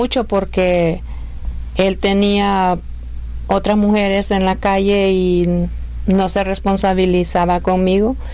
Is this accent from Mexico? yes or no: no; Honduras; born there; nací en Honduras, tengo 5 hijos, soy madre soltera